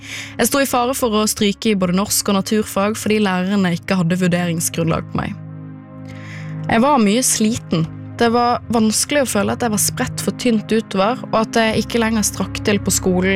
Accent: Bergen, Vestland, Norway; born or raised there

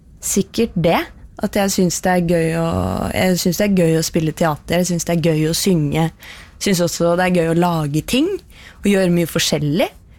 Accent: Trøgstad, Østfold, Norway; Jeg er jo heldig sånn sett at jeg er fra Trøgstad.

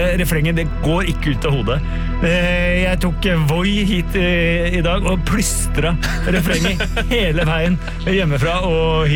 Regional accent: Oslo, Norway; jeg er herfra fra Oslo

